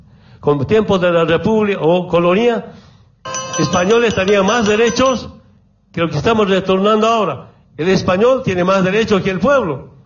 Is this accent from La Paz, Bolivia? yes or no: no; Orinoca, Oruro, Bolivia; Cuando era niño, en Orinoca